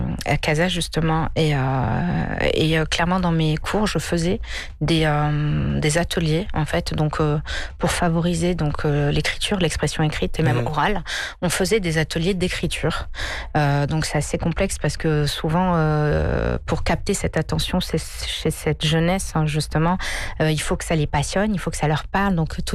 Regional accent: France; born there; je suis née en France.

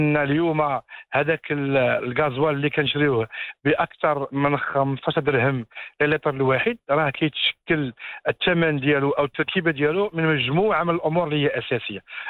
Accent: Morocco

